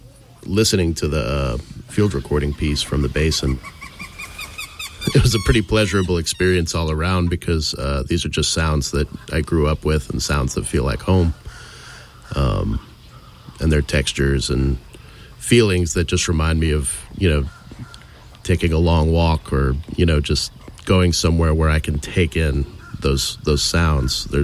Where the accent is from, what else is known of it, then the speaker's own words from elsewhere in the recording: Lafayette, Louisiana, United States; I'm a bassist, composer, and touring musician based in Lafayette, Louisiana, my hometown.